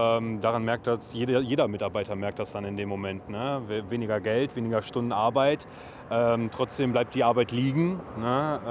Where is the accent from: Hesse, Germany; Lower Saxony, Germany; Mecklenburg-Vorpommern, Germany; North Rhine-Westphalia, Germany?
North Rhine-Westphalia, Germany; Duisburg; born there; Ich lebe in Duisburg, ich bin in Duisburg geboren.